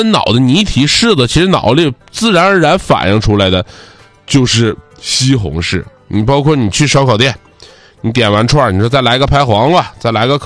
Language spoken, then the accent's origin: Chinese; Northeast China, China; accent: Northeastern (Dongbei) dialect; 我们东北话讲叫夸刺